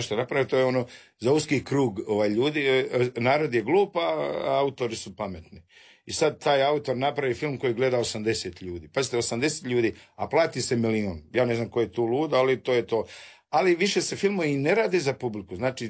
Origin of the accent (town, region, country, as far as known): Tomislavgrad, Federation of Bosnia and Herzegovina, Bosnia & Herzegovina; moved away